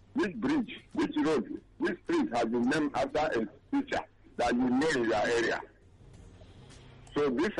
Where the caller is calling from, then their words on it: Lagos, Nigeria; coming from Okota